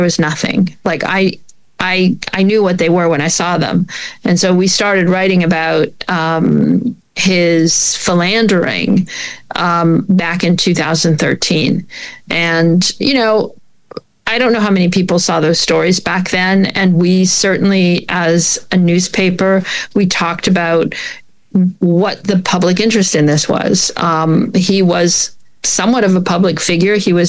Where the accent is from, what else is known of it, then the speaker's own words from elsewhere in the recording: Canada; I'm from Canada. It was not something I grew up with.